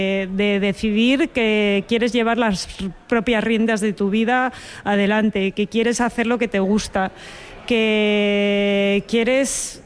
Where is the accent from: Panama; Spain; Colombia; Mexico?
Spain; Valladolid, Castile and León; now in Becerril del Carpio, Spain; de Cofungi y cultivo setas ecológicas de manera sostenible. Vivo actualmente en Becerril del Carpio, aunque soy una chica de ciudad de Valladolid